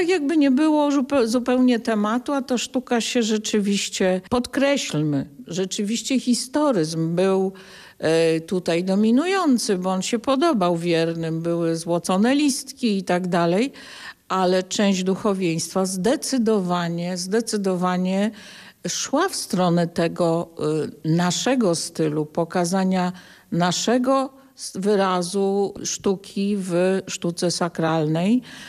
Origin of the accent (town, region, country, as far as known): Kraków, Lesser Poland, Poland